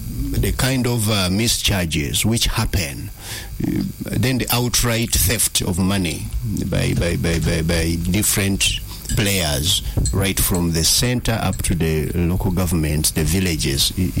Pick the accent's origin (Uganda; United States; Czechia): Uganda; Central Region; I grew up in Butambala. I go back to Butambala and I see the change.